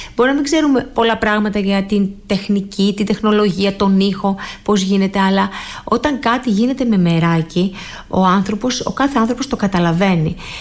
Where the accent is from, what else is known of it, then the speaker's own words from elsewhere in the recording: Corfu, Ionian Islands, Greece; Είμαι Κερκυραία, ναι.